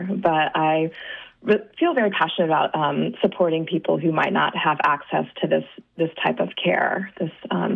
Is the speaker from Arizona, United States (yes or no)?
no; Fairfax, Virginia, United States; I am a Fairfax, born and raised in Fairfax, so